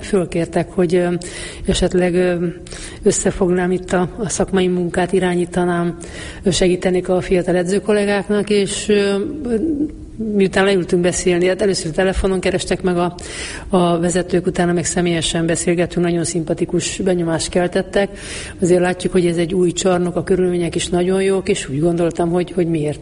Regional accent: Mureș County, Romania; now in Budapest, Hungary; én Erdélybe születtem, Marosvásárhely mellett, és hát Marosvásárhelyen kezdtem el igazán kézilabdázni.

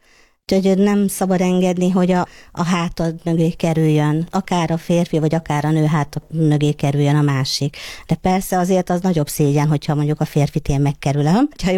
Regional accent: Sárospatak, Borsod-Abaúj-Zemplén, Hungary; Hát nekem eléggé hosszú az utam, hogy úgymond. Én Borsodból származom, Sárospatakról

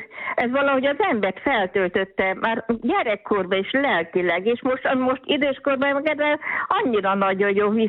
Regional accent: Gyapa, Tolna, Hungary; moved away as an adult; now in Dunakömlőd, Hungary; mi Paks mellett gyapán nőttem fel, 19 éves koromban jöttem Péhez Dunakömlődre

